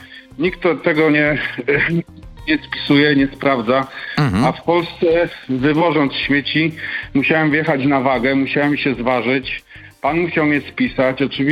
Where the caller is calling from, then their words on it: Denmark; ja dzwonię z Danii